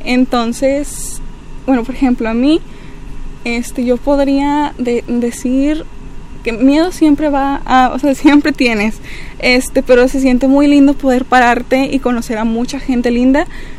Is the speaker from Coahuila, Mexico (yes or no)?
yes; Villa de las Esperanzas, Coahuila, Mexico; soy originaria de Villa de las Esperanzas